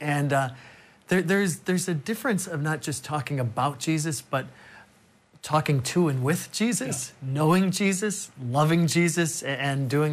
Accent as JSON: {"language": "English", "town": "Chicago", "region": "Illinois", "country": "United States", "said": "I come from Chicago, where deep dish and stuffed, yeah."}